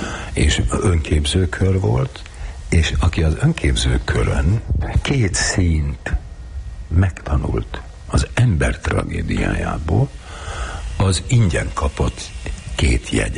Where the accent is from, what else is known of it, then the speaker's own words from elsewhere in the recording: Hungary; Hát ott nőttem föl. Az ottani kumi gödrökben.